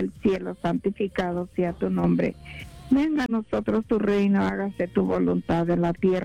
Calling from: Orange, California, United States; En Orange, California

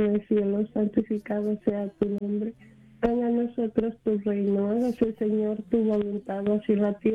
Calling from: Denver, Colorado, United States

